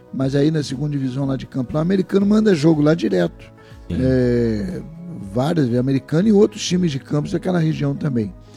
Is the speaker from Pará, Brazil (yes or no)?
no; Cardoso Moreira, Rio de Janeiro, Brazil; Eu sou de Cardoso Moreira, com muita honra.